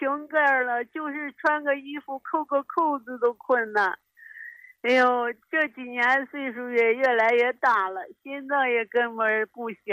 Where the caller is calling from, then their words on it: Shaanxi, China; 我是陕西的新朋友。